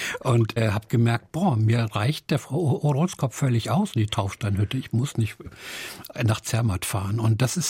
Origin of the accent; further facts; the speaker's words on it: Hesse, Germany; now in Berlin, Germany; ich komme ja aus der Region